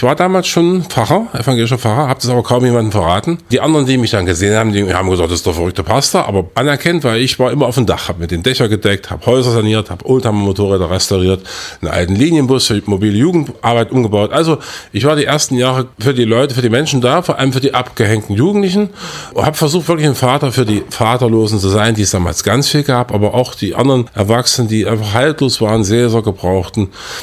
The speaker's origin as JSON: {"language": "German", "town": "Weißenfels", "region": "Saxony-Anhalt", "country": "Germany", "tie": "born or raised there", "also_born_or_lived": "Eisleben", "moved": "yes", "said": "Ja, ich bin in Eisleben geboren, in Weißenfels aufgewachsen. Also das ist mein Ursprungsfluidum dieser proletarisch geprägten Kultur des Industriedreieckes."}